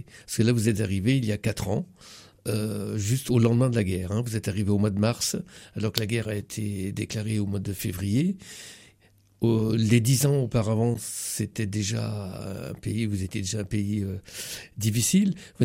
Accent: Pays de la Loire, France; Chez nous en Anjou, comme ailleurs, des associations se dévouent pour l'accueil et les prises en charge de ces réfugiés de tous âges.

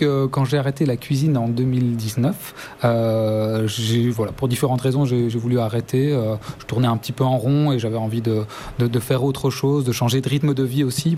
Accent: Belgium; Oui, c'est ça, j'ai grandi à Anu, du coup dans la campagne Esbignon. Et c'est vrai que moi j'ai grandi beaucoup à l'extérieur.

